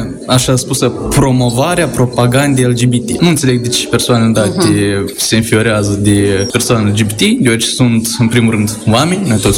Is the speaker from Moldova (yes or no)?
yes; Chișcăreni, Sîngerei District, Moldova